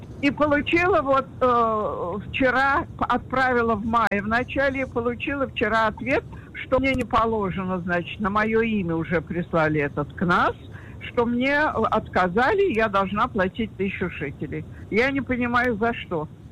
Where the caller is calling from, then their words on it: Tirat Carmel, Haifa District, Israel; я из Тират-Кармель.